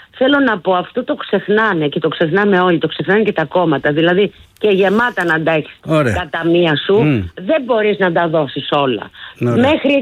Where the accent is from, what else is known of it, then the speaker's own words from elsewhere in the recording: Greece; για μας, τους μέσους, τους απλούς, τους συνηθισμένους Έλληνες πολίτες. Και εγώ τον εαυτό μου εκεί τον κατατάσσω